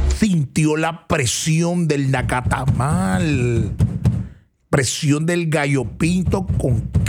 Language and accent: Spanish; Nicaragua; Nosotros los nicos ya tenemos un sazón